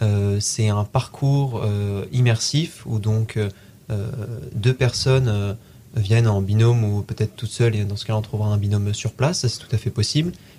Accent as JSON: {"language": "French", "town": "Rennes", "region": "Brittany", "country": "France", "moved": "as an adult", "lives_now": "Tours, France", "said": "J'ai fait donc un bac technologique STMG à Rennes, là d'où je viens."}